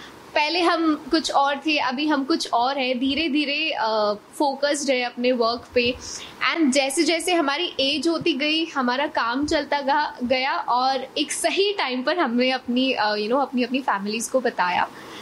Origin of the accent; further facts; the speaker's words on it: Susner, Madhya Pradesh, India; और मैं उज्जैन के नियर बाय उज्जैन संभाग में आगर जिला से हूँ. सुसनेर हमारी प्लेस का नाम है